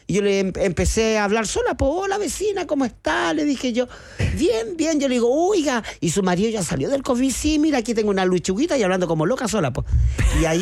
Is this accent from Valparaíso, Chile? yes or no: yes; Valparaíso, Chile; Y yo, como buena porteña, le dije, ¿de Chillán?